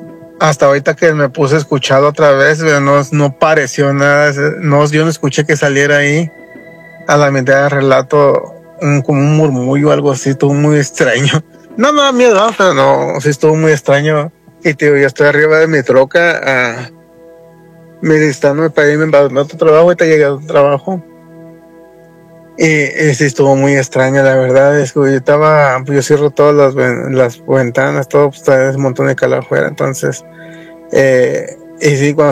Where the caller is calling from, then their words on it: Las Vegas, Nevada, United States; de Las Vegas.